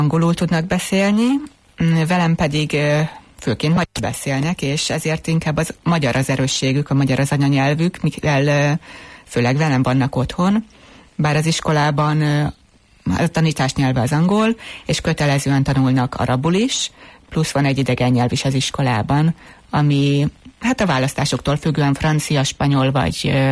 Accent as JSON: {"language": "Hungarian", "town": "Dunaharaszti", "region": "Pest", "country": "Hungary", "also_born_or_lived": "Budapest", "said": "Én Budapesten születtem, de igen, Dunaharasztiak vagyok."}